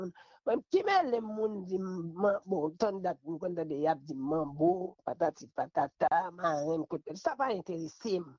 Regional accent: Haiti; Donc, moi-même, je voulais nous être ensemble en tant qu'Haïtien

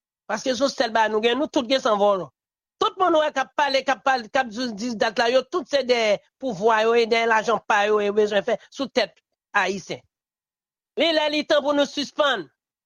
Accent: Haiti; Parce que moi-même, je sens que je suis frustré en tant que haïtien.

